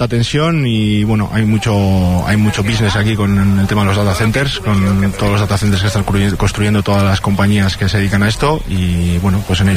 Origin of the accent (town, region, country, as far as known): Bilbao, Basque Country, Spain; moved away as an adult; now in Chattanooga, United States